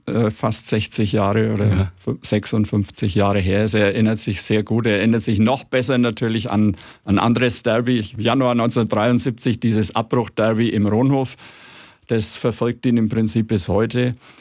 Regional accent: Nuremberg, Bavaria, Germany; Ich bin in Nürnberg geboren, ich habe mein Leben lang in Nürnberg gelebt

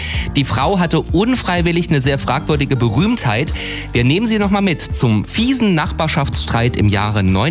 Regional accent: Thuringia, Germany; Mir persönlich hat sie leid getan, aber wir als Thüringer können mit dem sächsischen Dialekt halt auch ein bisschen was anfangen.

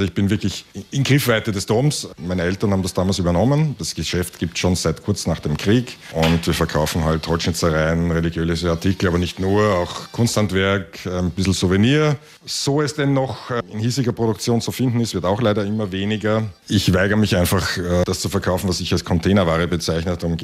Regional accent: Italy; now in Germany; In Italien, wo ich her bin, ist das überhaupt ganz traditionell.

